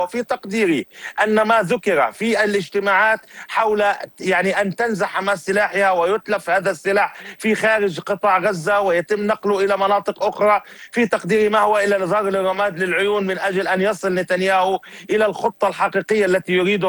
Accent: Palestine; اعتدنا كفلسطينيين

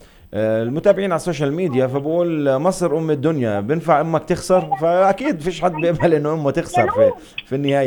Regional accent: Palestine; انا فلسطيني

